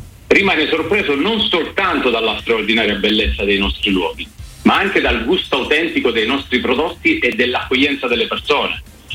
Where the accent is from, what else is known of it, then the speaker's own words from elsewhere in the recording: Gioia Tauro, Calabria, Italy; io sono nato e cresciuto a Gioia Tauro, nella Piana